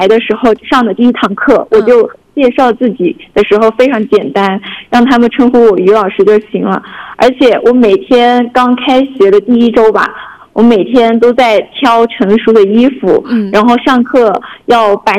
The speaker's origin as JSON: {"language": "Chinese", "region": "southern China", "country": "China", "moved": "as an adult", "said": "我今年22岁，和他们刚上初一的孩子就是差个8、9岁，加上我是南方人，长得就有点矮"}